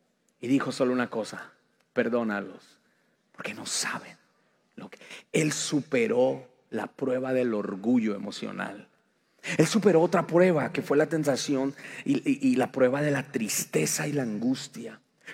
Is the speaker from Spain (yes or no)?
no; Colombia; Eso lo puedo decir porque soy colombiano.